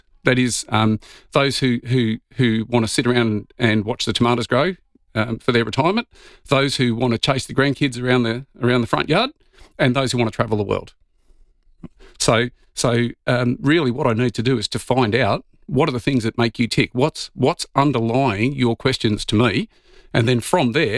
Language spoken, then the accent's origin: English; Victoria, Australia; now in South Australia, Australia; And I moved over to South Australia back in 2002. I'm originally from Victoria, so don't hold that against me.